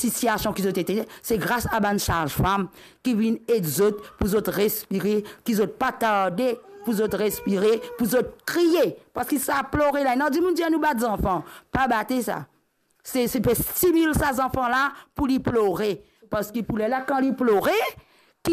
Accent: Rodrigues, Mauritius

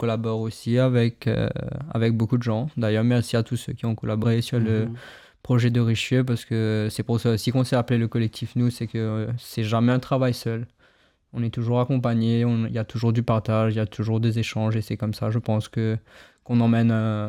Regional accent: Mauritius; moved away as an adult; also born or lived in France; on se retrouve en fin 2023 à Maurice parce que moi j'ai envie de travailler dans mon pays natal.

